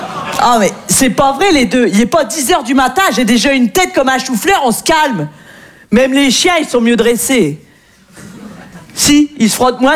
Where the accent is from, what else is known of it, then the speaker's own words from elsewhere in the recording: northern France, France; Donc voilà … Moi, je viens du nord de la France. Et c'est vrai qu'on est très gentils dans le nord.